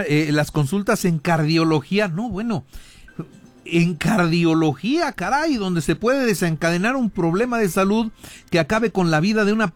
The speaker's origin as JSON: {"language": "Spanish", "country": "Mexico", "said": "porque ese es un derecho que como mexicanos tenemos."}